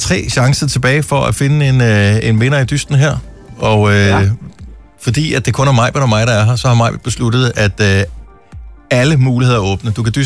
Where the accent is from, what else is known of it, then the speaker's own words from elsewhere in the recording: Esbjerg, Region of Southern Denmark, Denmark; born there; Du kommer fra min fødeby, så allerede der føler jeg, at vi har et, et lille fællesskab på en eller anden måde. Er du født og opvokset i Esbjerg?